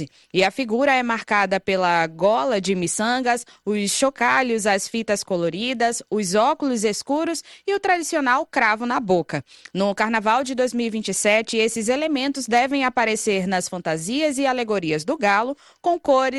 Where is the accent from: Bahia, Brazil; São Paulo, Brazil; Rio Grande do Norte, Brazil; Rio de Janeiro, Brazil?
Rio de Janeiro, Brazil; now in Pernambuco, Brazil; Eu sou suspeita de falar, Fernanda, porque eu sou carioca, mas moro em Pernambuco há 25 anos.